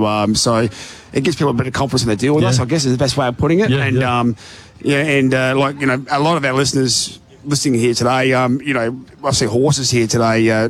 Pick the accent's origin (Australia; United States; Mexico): Australia; Adelaide, South Australia; I'm from Adelaide, but Sunraysia is like a second home to me.